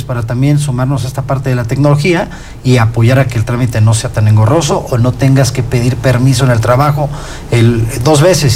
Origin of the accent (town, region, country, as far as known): Mexico